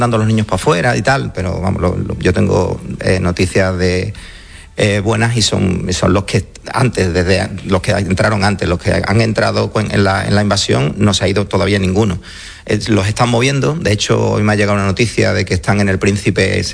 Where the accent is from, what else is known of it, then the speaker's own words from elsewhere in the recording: Ceuta, Spain; somos de Ceuta somos así, ¿no?